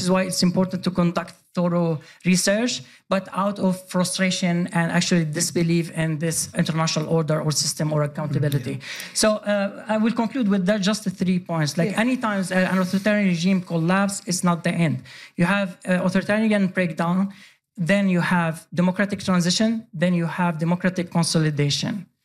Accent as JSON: {"language": "English", "country": "Sweden", "tie": "born or raised there"}